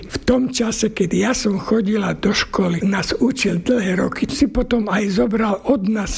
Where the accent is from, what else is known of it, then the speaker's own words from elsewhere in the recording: Goral region, Slovakia; My sme gorali slovenské.